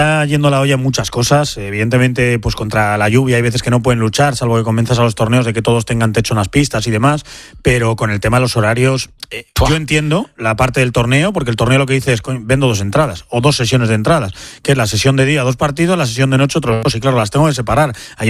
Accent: Spain; Habrá que echar una siesta larga, como buen español.

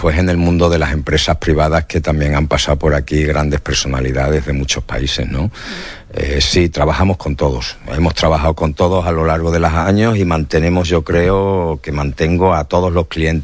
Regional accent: Extremadura, Spain; Sí, todavía se me ve el plumero y cualquiera que nos conozca o que vea lo que damos saben que soy de Extremadura

